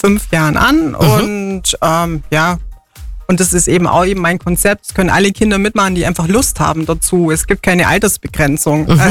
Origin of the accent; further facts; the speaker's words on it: Bavaria, Germany; weil ich war auch eine Allgäuerin eben